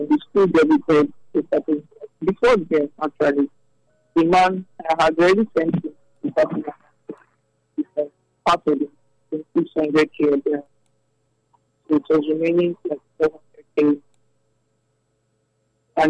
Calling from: Lagos, Nigeria; I'm calling from Lagos.

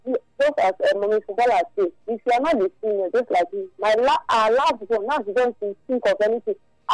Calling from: Nigeria; From Urama.

